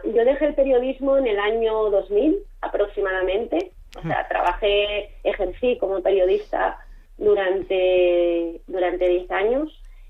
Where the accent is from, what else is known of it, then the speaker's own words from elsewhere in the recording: Asturias, Spain; Que yo soy asturiana, el clima está muy bien en verano porque dormimos por la noche.